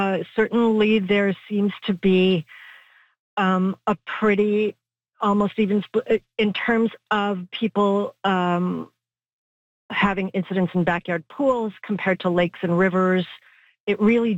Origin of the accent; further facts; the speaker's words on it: Canada; This is one of the things about being Canadian